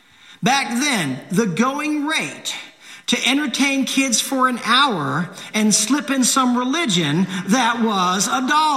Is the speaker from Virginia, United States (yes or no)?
yes; Virginia, United States; When my brother Matt and I were growing up in Eastern Virginia